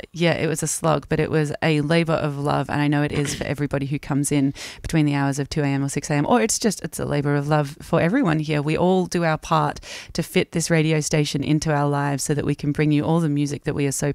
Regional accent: Castlemaine, Victoria, Australia; Castlemaine, hey, my hometown

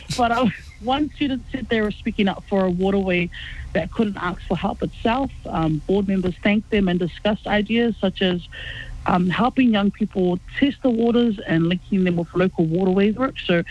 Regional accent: Otara, Auckland, New Zealand; I know we're both from Otara, no bias, but people used to kayak and swim in the creek.

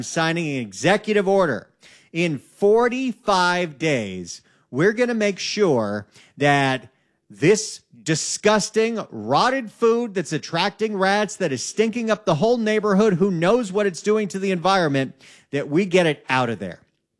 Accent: Santa Clarita, California, United States; Now, I always notice, hey, there's a story involving my hometown, the Santa Clarita Valley.

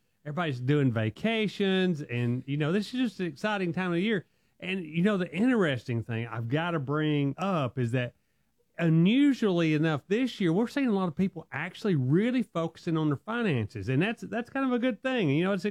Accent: Alabama, United States; Now, we're from Alabama, so I'm going to go ahead and make fun of it.

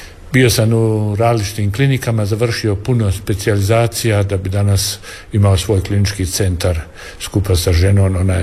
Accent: Široki Brijeg, West Herzegovina Canton, Bosnia & Herzegovina; Kod nas na Širokom Brijegu pobijeno je 66 fratara, to mi nikad ne možemo i nećemo oprostiti.

